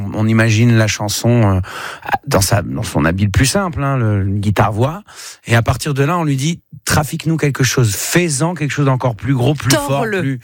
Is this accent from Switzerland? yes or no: no; Tel Aviv, Tel Aviv District, Israel; now in France; la ville où j'ai grandi, à Tel Aviv.